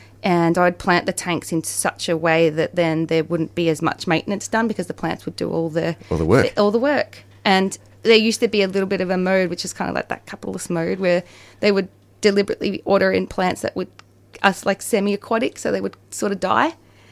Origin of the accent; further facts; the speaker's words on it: Winnandoo, Victoria, Australia; So me and Adrian grew up in Gippsland. He was from Toongabbie. I was from Winnandoo, which is near Rosedale.